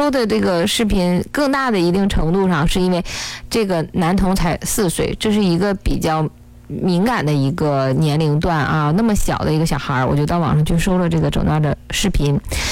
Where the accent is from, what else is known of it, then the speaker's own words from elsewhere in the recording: Northeast China, China; 如果要是说用我们东北话哈，可能就是扒拉了一下。